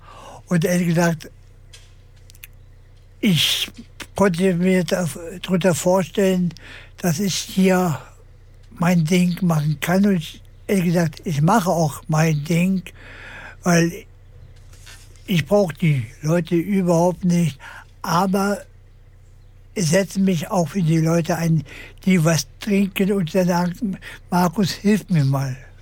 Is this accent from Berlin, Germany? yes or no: yes; Berlin, Germany; now in Hannover, Germany; Und ich als Berliner. Ne, und dann nach Hannover, also der Landeshauptstadt Niedersachsen, ne.